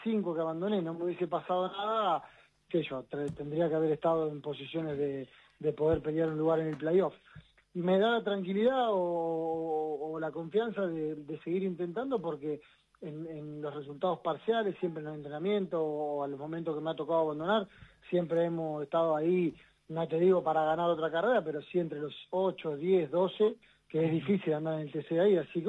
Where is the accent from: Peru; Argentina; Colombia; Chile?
Argentina; Balcarce, Buenos Aires Province; imagínate a mí que soy de acá de Balcarce.